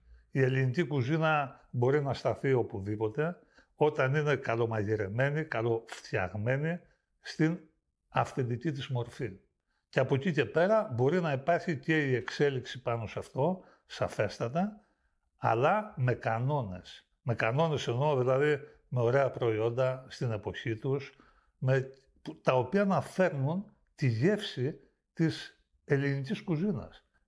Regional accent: Greece

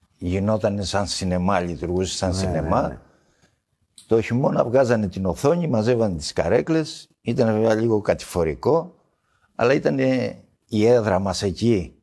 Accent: Heraklion, Crete, Greece; also born or lived in Lefkochori / Arkalochori; Γεννήθηκα στο Λευκοχώρι, ένα χωριό έξω από το Αρκαλοχώρι. Μεγάλωσα στο Ηράκλειο

